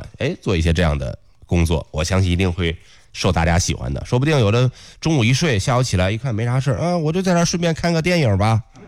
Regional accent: northern China, China; 咱作为北方人啊

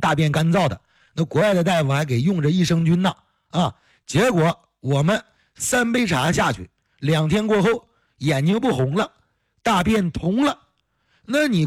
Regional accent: China; 是我生长在中华呀，生长在中国呀，土生土长的中国人呢，我们受祖先的影响，受祖先医学的熏陶

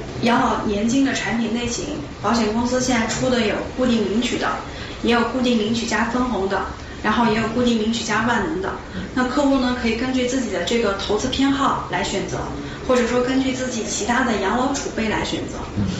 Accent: Beijing, China; 咱们北京人

